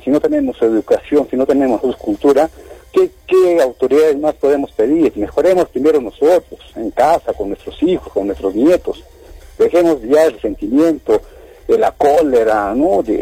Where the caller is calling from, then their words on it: Peru; deseo como peruano